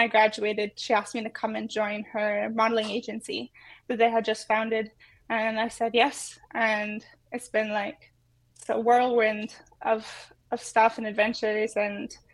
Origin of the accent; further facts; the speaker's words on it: Ontario, Canada; I'm Korean Ojibwe from Sagamok Anishinaabek in Northern Ontario on my mom's side and Munchausen Cree Nation on my dad's.